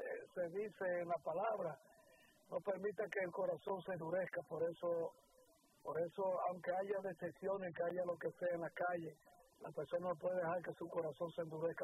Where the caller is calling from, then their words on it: New York, United States; Estoy en Bedford Stuyvesant en este momento, pero realmente soy de East New York.